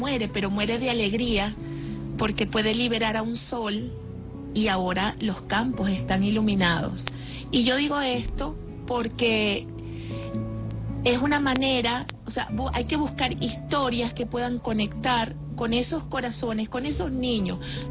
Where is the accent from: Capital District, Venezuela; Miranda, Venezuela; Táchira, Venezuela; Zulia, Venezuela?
Capital District, Venezuela; Caracas; Desde el día 2, aquí en Caracas, yo soy de Caracas, estuve tratando de ayudar.